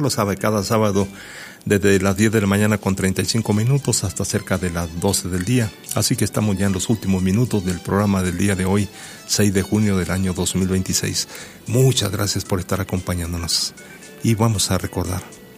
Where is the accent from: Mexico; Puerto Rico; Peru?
Mexico; Meoqui, Chihuahua; moved away; allá en mi pueblito Meoqui, Chihuahua.